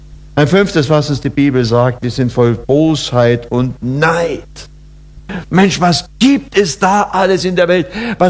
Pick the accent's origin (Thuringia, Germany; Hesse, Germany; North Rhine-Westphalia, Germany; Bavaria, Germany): Bavaria, Germany; Oberammergau; ich bin auf dem Dorf aufgewachsen in Oberammergau.